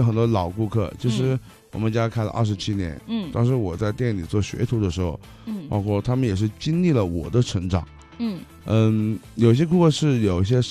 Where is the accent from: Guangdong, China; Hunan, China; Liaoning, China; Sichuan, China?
Hunan, China; Changsha; 我们长沙人，如果我作为一个长沙人